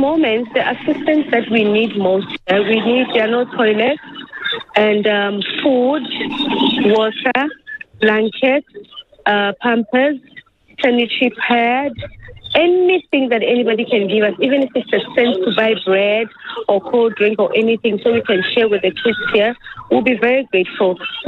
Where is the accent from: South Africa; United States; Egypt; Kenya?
South Africa; Personally, I grew up here in South Africa, and I have never had any problems with South Africans here.